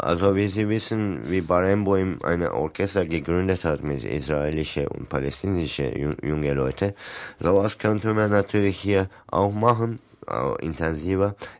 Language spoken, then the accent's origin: German; Turkey; now in Germany; für mich als ein Ausländer oder überhaupt als Türke schwierig